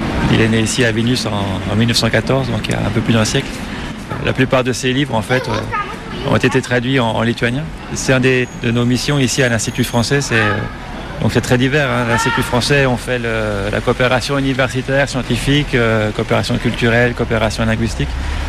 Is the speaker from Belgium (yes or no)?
no; France; Oui, je suis français, oui, bonjour.